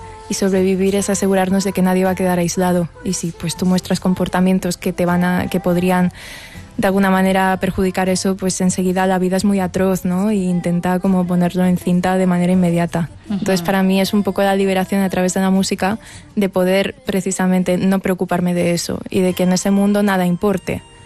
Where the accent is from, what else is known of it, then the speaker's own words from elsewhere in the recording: Barcelona, Catalonia, Spain; also born or lived in Castell de Cabra, Teruel; yo nací y me he criado en Barcelona, pero el campo es el campo de mi pueblo, que el pueblo es Castell de Cabra, en Teruel.